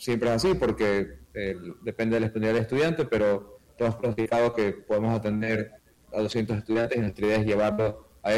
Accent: Guayaquil, Guayas, Ecuador; No, no, yo soy de Guayaquil, sí.

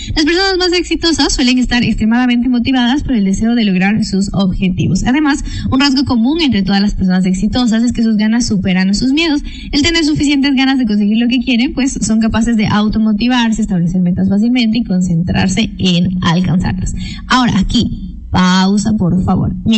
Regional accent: Ecuador; yo también soy novelera como buena ecuatoriana de vez en cuando.

